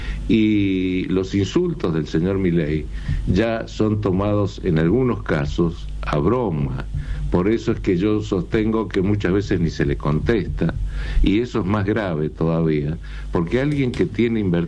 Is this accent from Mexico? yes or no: no; Argentina